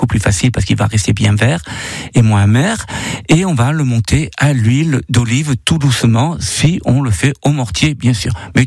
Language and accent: French; Provence-Alpes-Côte d'Azur, France; chez nous en Provence